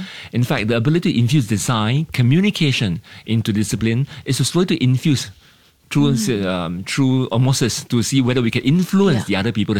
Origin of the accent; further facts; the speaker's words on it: Singapore; We don't go in with the concept that I'm a Singaporean, I know everything, I'm here to educate you.